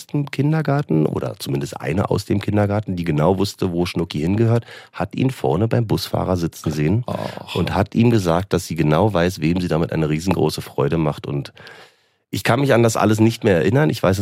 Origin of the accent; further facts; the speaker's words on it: Berlin, Germany; also born or lived in Potsdam; In der Schweiz habe ich immer gesagt, ja, ich komme aus Berlin. Gebürtig bin ich Potsdamer. Habe einfach eine sehr, sehr, sehr, sehr, sehr lange Zeit seit meiner frühesten Jugend eigentlich in Berlin verbracht und gelebt dann später auch.